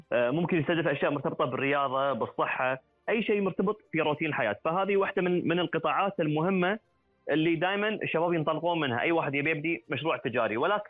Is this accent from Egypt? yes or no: no; Kuwait; إحنا ككويتيين